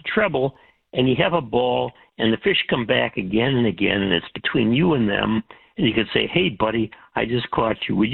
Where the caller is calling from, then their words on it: Michigan, United States; Listen, we're in Michigan, not too far from Canada.